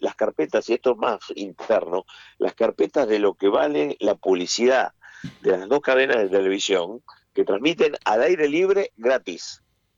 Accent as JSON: {"language": "Spanish", "country": "Argentina", "moved": "yes", "lives_now": "United States", "said": "yo soy muy reconocido acá como argentino, ¿no? No saben ni que soy periodista, ni nada, pero sí saben que soy argentino. Eso, viste, no se puede, el acento o lo que sea, no se puede cambiar"}